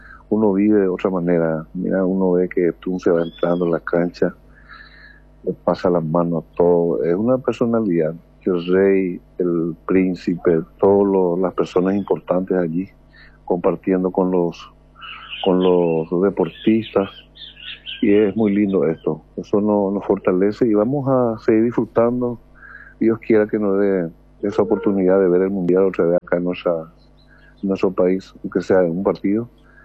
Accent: Paraguay; nos satisface eso como paraguayo.

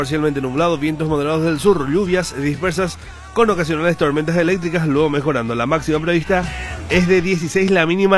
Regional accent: Paraguay

